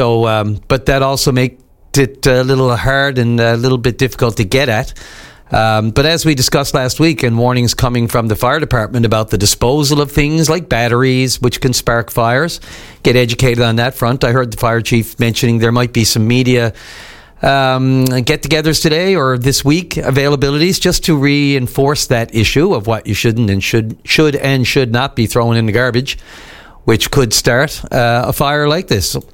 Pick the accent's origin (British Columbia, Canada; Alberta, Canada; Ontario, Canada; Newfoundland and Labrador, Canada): Newfoundland and Labrador, Canada; The Evans, longtime neighbors, friends of mine growing up in the West End.